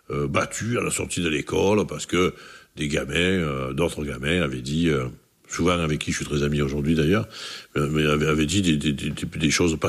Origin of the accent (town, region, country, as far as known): Marseille, Provence-Alpes-Côte d'Azur, France; born or raised there